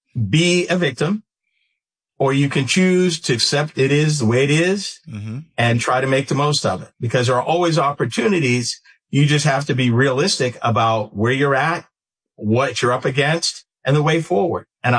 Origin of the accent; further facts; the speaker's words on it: New England, United States; I grew up in New England. And contrary to what most people outside of New England are told, it's probably one of the most racist parts of the entire United States.